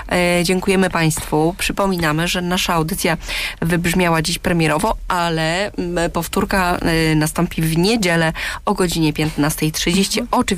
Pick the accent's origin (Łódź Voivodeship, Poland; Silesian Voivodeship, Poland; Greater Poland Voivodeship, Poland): Greater Poland Voivodeship, Poland; Absolutnie się pod tym jako Wielkopolanka podpisuję